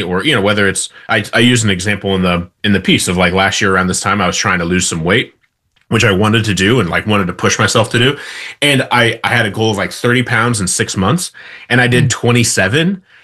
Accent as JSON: {"language": "English", "region": "Midwest", "country": "United States", "said": "I know you've got a lot of Midwest listeners, and I'm from the Midwest."}